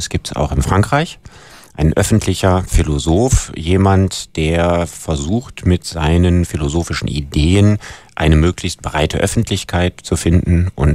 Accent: Solingen, North Rhine-Westphalia, Germany; born there; Also ich bin geboren 1964 in Solingen, also in einer vergleichsweise kleinen Stadt

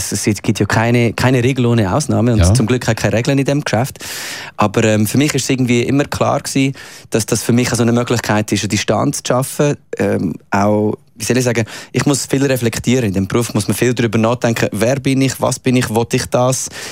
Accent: Aargau, Switzerland; now in Zurich, Switzerland; Ich bin ein Aargauer, der in Zürich stolz mit einer Aargauer Nummer rumfährt.

